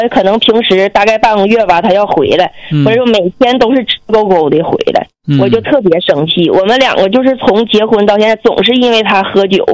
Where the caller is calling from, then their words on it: Shenyang, Liaoning, China; 我是沈阳人